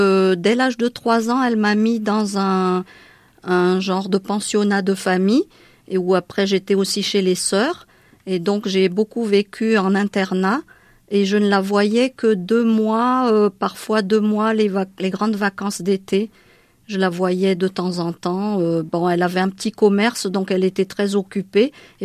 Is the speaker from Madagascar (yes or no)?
yes; Madagascar; first language Malagasy; French is a second language; Oui, c'est mon pays natal. Hein. J'y suis très attachée et je parle la langue malgache parce que c'est ma langue maternelle. Hein. J'ai appris le français à l'école et vraiment, je vivais avec tous les malgaches.